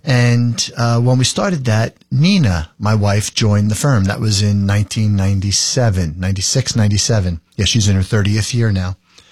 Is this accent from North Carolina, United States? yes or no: no; Edison, New Jersey, United States; also born or lived in New Brunswick, New Jersey; I was born in New Jersey, in Edison, New Jersey, named after Thomas Alva Edison, the inventor of the light bulb, so some people think. I lived there for all of my years up to college